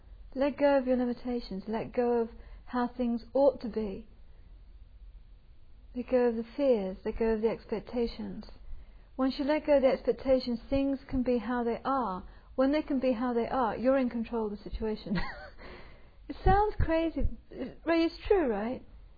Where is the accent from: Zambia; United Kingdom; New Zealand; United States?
United Kingdom; England; And being English, so I had some kind of interest in this. And I had a friend coming out from England